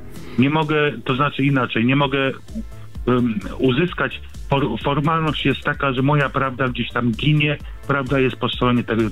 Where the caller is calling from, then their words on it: Grudziądz, Kuyavian-Pomeranian Voivodeship, Poland; Ja z Grudziądza jestem.